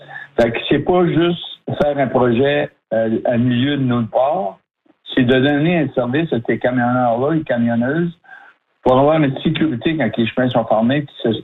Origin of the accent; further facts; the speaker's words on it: Hearst, Ontario, Canada; Bien, certainement, moi j'ai un projet chez nous à Hearst